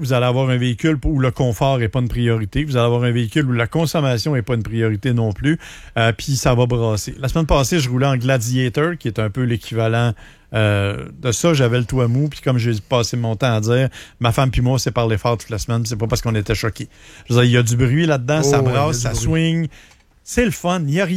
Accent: Saint-Hyacinthe, Quebec, Canada

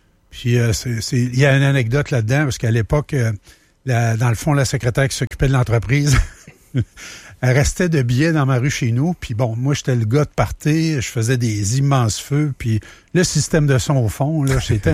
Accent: Sacré-Cœur, Quebec, Canada; moved away as an adult; je suis originaire de la Côte-Nord. Je viens tout simplement du village de Sacré-Cœur. Là. C'est la jonction là, pour la route de Tadoussac, pour le petit parc de Chicoutimi. Excellent bled.

